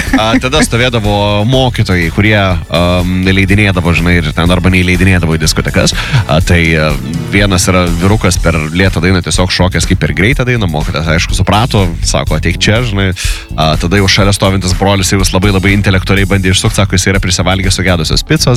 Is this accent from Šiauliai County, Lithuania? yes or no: yes; Šiauliai, Šiauliai County, Lithuania; now in Klaipėda, Lithuania; Aš sakiau savo gimtinės, niekada neišsižadėsiu ir visą laiką sakysiu, kad esu kilęs iš Šiaulių, žinai, bet esu dabar labiau klaipėdėtis negu šiaulėtis.